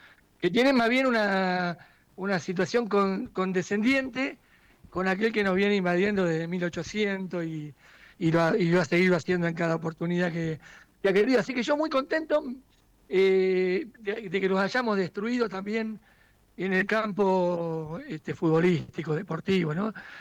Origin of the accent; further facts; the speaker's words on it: Argentina; nosotros como argentinos